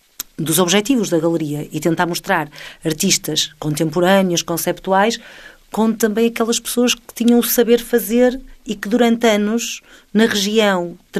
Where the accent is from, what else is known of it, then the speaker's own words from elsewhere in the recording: Mirandela, Bragança, Portugal; born there; Sou a que nasci em Mirandela e só vim viver para Mirandela aos 29 anos de idade.